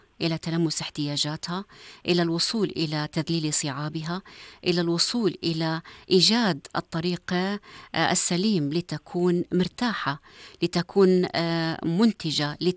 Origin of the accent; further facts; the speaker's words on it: Jordan; في مجتمعنا الأردني